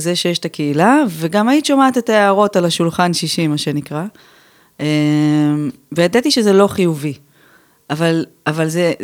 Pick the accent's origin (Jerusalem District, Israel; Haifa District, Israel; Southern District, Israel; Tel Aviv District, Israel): Southern District, Israel; Beersheba; ותמיד בעצם התחושה כבאר שבעית כאילו הייתה שאנחנו לא שייכות למרחב הזה. כאילו שהאנשים שלי הם בתל אביב.